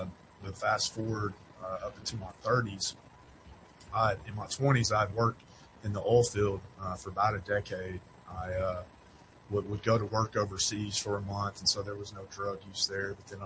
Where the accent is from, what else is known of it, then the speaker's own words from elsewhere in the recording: Fordyce, Arkansas, United States; So I was raised in South Arkansas, a little town called Fordyce.